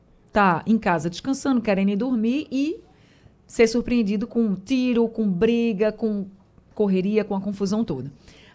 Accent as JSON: {"language": "Portuguese", "town": "Recife", "region": "Pernambuco", "country": "Brazil", "tie": "born or raised there"}